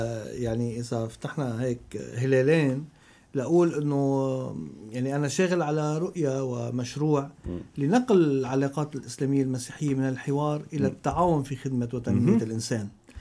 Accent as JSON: {"language": "Arabic", "country": "Lebanon", "said": "إنه نحن كلياتنا سوا كلبنانيين"}